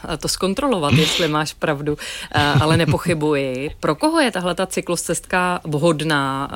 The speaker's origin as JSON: {"language": "Czech", "region": "Pardubice Region", "country": "Czechia", "said": "já jsem z Pardubic, tam jezdí všichni na kole po rovině"}